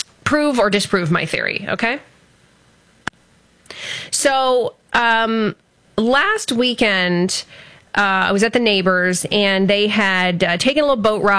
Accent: Ontario, Canada; because I grew up in Essex County, so, you know, Lake St. Clair would be our Great Lake.

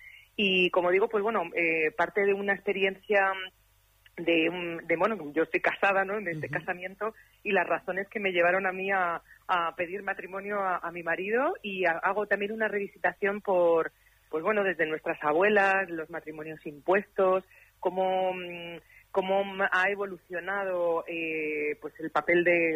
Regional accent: Alcorcón, Community of Madrid, Spain; emocionada y feliz de poder ir ahí a Alcorcón, a mi tierra, donde vive toda mi familia y tengo mis recuerdos de infancia más bonitos.

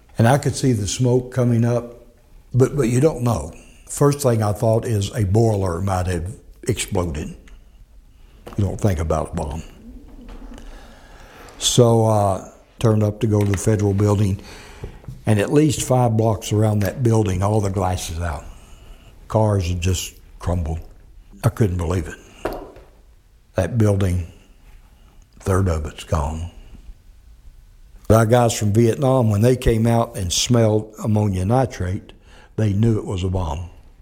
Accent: Arkansas, United States; And that's when I found out he was from Arkansas. I'm from Arkansas.

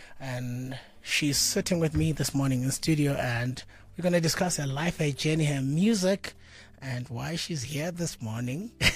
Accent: Seshego, Limpopo, South Africa; shout out to my people in Seshego. That's where I come from.

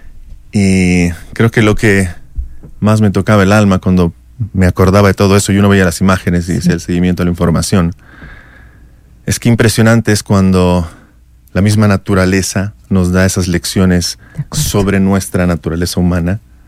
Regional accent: Bolivia

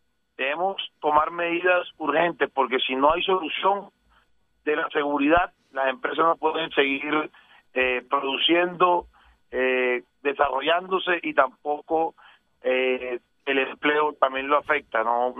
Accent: Magangué, Bolívar, Colombia; moved away; also born or lived in Barranquilla; como bolivarense, yo soy bolivarense, nacido y criado en Marangué, Bolívar, y pues viví gran parte de mi vida en Barranquilla.

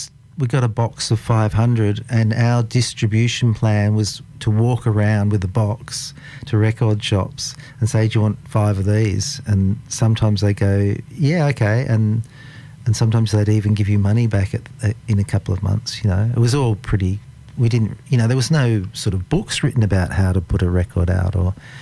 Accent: Canberra, Australian Capital Territory, Australia; He went to school with me in Canberra because I grew up in Canberra.

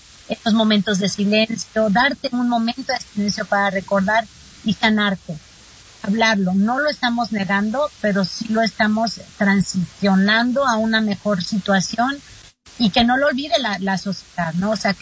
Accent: Mexico; yo soy mexicana, tenemos el Día de los Muertos

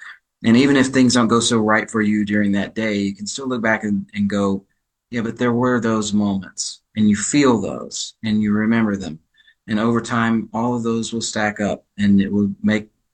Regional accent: Louisiana, United States; And I was originated from Louisiana, and we spoke two different languages, and we had pretty much the same sense of humor.

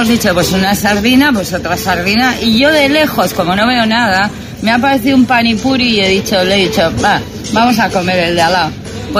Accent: Eibar, Basque Country, Spain; Nosotras somos de Eibar y también medio pueblo de gallego.

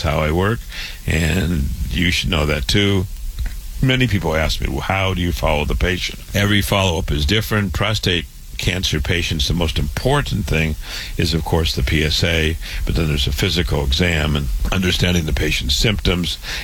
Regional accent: Waterloo, Iowa, United States; born or raised there

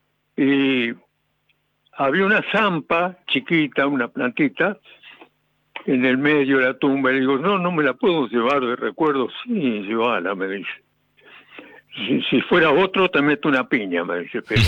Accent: Huanguelén, Buenos Aires Province, Argentina; moved away; Mi pueblo se llama Huanguelén, quiere decir Lucero del Alba. Ahora, ¿por qué Lucero? Justamente yo nací en la estancia El Lucero

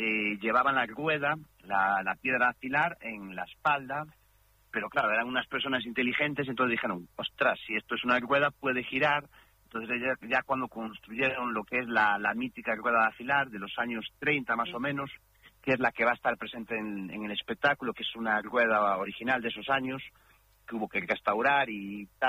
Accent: Galicia, Spain; Sí, o sea, yo soy de Galicia, por si no se nota. El afilador es una profesión gallega.

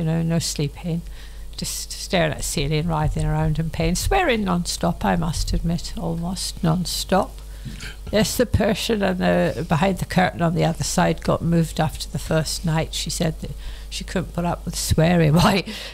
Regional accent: Scotland, United Kingdom; I'm Scottish

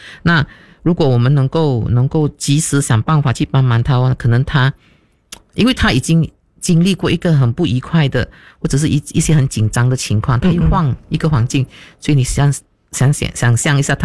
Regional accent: Malaysia; now in Sri Aman, Malaysia; 我们马来西亚就是可能我们这个斯里阿曼小城市

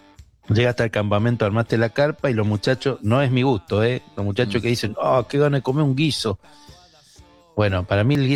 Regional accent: Corrientes, Argentina; Yo soy el único correntino en el universo que no le gusta la mandioca.

